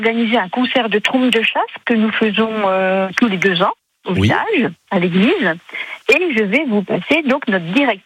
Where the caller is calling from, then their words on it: Bourgogne-Franche-Comté, France; Alors, je vous appelle de Bigny-lès-Sanceau.